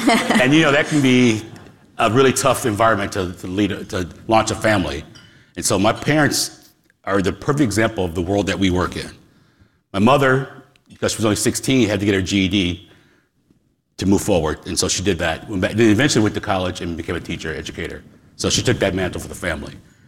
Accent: Wisconsin, United States; now in Pittsburgh, United States

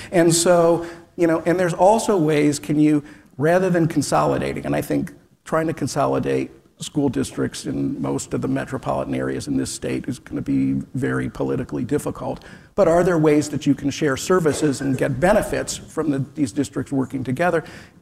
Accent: Cleveland Heights, Ohio, United States; I grew up in Cleveland Heights.

